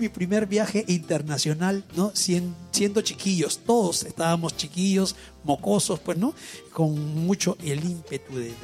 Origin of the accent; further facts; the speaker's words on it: Piura, Peru; vengo de Piura